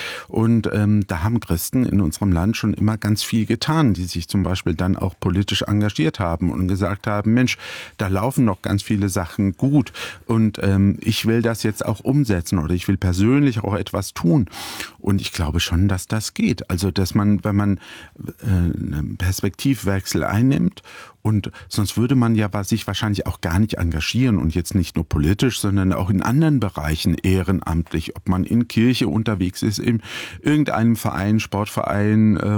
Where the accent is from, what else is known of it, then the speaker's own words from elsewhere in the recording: Butzbach, Hesse, Germany; Ja, auch bei uns in Putzbach, wo ich zu Hause bin, in meiner Heimatstadt, gibt es eine Genossenschaft